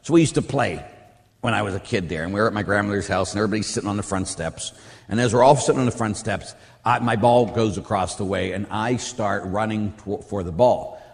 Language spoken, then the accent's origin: English; Pittsburgh, Pennsylvania, United States; when I was a kid, I grew up in Pittsburgh, as we all know, and I was at my grandmother's house.